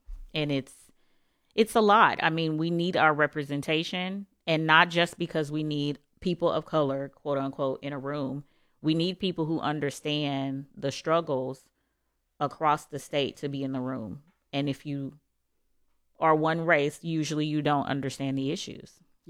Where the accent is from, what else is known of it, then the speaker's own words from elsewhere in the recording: Dallas, Texas, United States; I grew up in the Dallas area.